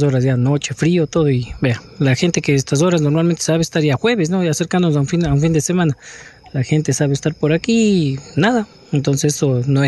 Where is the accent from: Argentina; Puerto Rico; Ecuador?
Ecuador; Cuenca, Azuay; yo soy oriundo de Cuenca